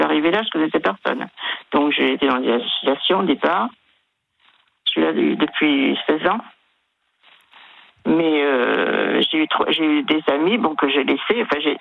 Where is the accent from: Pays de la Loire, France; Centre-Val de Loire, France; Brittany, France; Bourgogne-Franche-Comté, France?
Brittany, France; Moi, je suis bretonne, hein, je suis dans Bretagne